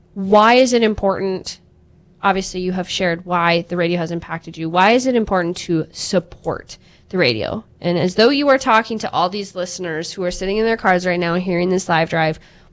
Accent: Dickinson, North Dakota, United States; Yeah, well, like, I grew up in Dickinson

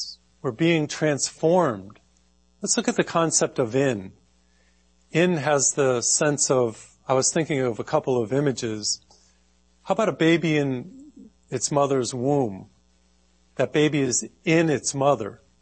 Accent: Massachusetts, United States; I grew up in Massachusetts and we would have some of the coldest winters.

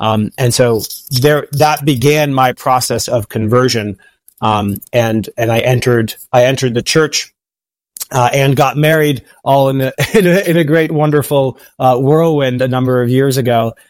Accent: Massachusetts, United States; I grew up in Massachusetts in a culture and a family that had lost touch with faith or any kind of church.

